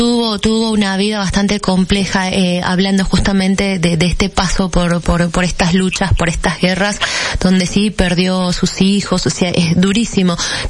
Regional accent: Argentina; esta problemática que estamos transitando como argentinos

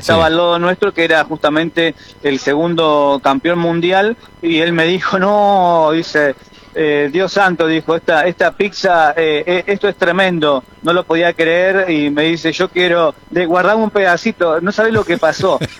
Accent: Argentina

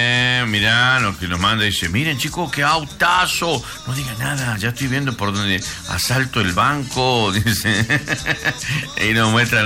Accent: Campo Santo, Salta, Argentina; moved away; de mi pueblo, de mi pueblo Camposanto.

